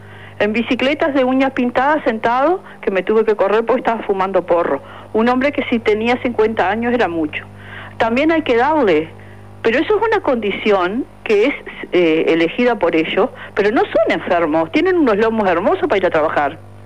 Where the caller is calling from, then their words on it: Maldonado, Uruguay; como un matrimonio que hemos sido, que somos de Maldonado, criamos 2 hijos, los cuales son adultos, ya tenemos nietos